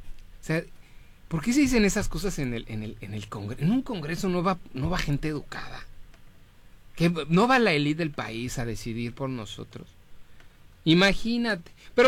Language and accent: Spanish; Mexico; yo también me incluyo porque soy mexicano.